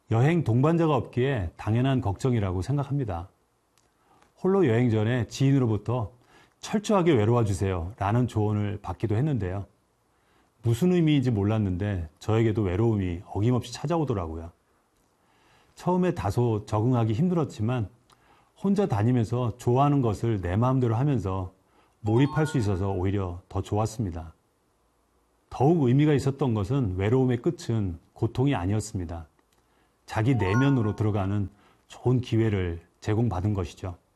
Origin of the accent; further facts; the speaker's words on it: South Korea; 저는 용감하게 전속 밴드에 다가가서 내가 한국에서 왔는데 한국어로 노래하고 싶은데 괜찮을까요?